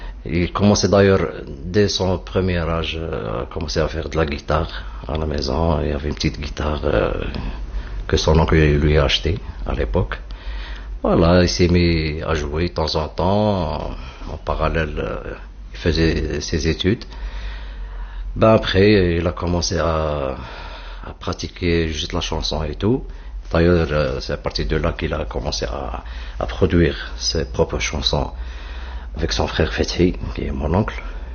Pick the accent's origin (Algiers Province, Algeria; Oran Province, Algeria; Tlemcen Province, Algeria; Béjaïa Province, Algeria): Tlemcen Province, Algeria; Tlemcen; born there